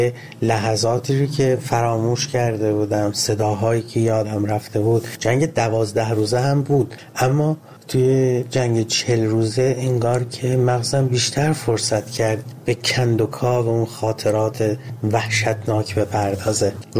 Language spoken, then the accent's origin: Persian; Ahvaz, Khuzestan, Iran; من کودکیمو توی جنگ گذروندم، اهواز، و در تمام طول 8 سال جنگ من با این سیر افزایشی بمباران ها بزرگ می شدم